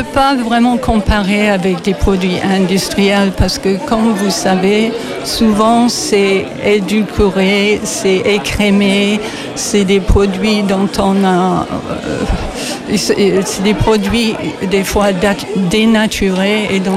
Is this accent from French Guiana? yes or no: no; England, United Kingdom; French is a second language; now in France; moi en tant qu'anglaise d'origine